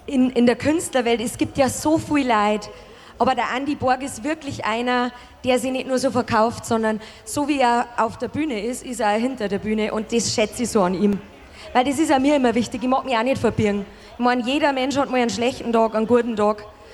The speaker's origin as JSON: {"language": "German", "region": "Bavaria", "country": "Germany", "accent": "Bavarian", "said": "Ich wollte mich einfach in den 10 Jahren einfach mal bedanken bei unserem wunderschönen Dialekt. Und natürlich nicht nur beim Bayerischen, sondern auch bei allen Dialekten, die es gibt."}